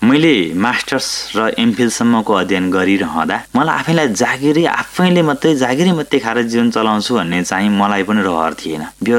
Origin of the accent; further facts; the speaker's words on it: Tokla, Assam, India; म टोक्ला चिया बगानको छेउमा घर भएको व्यक्ति हुँ, म त्यहीँ जन्मिएको हुँ, त्यहीँ हुर्किएको हुँ।